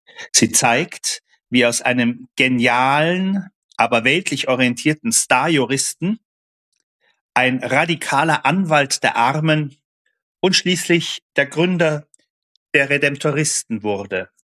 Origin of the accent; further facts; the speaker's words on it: Saarbrücken, Saarland, Germany; das bei uns im Saarland etwa 20 Kilometer entfernt von meinem Heimathaus in Saarbrücken